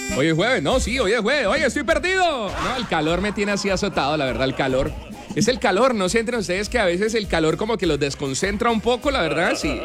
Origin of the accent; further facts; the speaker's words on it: Colombia; uno como buen colombiano